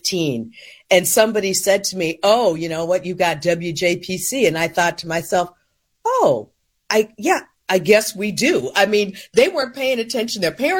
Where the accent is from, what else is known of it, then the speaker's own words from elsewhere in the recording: Chicago, Illinois, United States; I grew up in Hyde Park until I was nine.